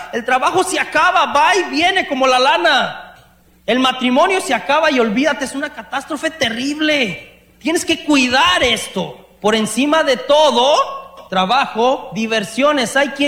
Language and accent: Spanish; Mexico; now in United States; muchos de los que venimos de México, venimos por el sueño americano y de hacer más y tener más y queremos darle supuestamente lo mejor a nuestra esposa y a nuestros hijos